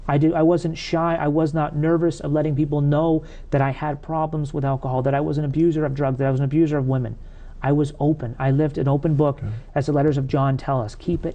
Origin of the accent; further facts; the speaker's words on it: Canada; home to Canada, all I had was my past. There was no one. I'd never been a Catholic or a Christian in my hometown.